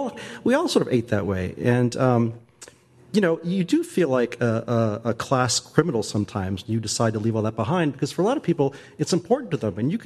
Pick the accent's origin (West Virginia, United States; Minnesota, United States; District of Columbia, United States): West Virginia, United States; Charleston; You know, I grew up in Charleston, West Virginia, and we lived in the suburbs. And you could run around and play, which we did.